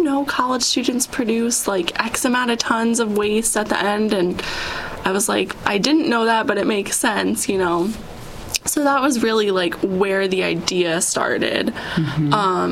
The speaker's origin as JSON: {"language": "English", "town": "Johnson City", "region": "New York", "country": "United States", "tie": "born or raised there", "said": "I was a Binghamton University student, but I'm also a local. I'm from Johnson City, so I grew up here."}